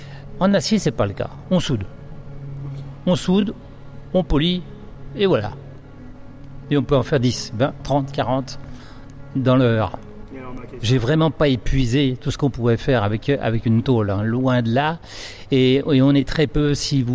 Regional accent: Castillon-du-Gard, Occitanie, France; Alors, je viens de Castillon-du-Gard, juste à côté du pont de gare, mais vraiment à côté.

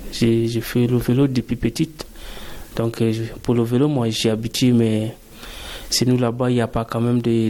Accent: Central African Republic; Moi, je viens de la Centrafrique. Ouais. Là-bas, il n'y a pas de piste cyclable pour le vélo.

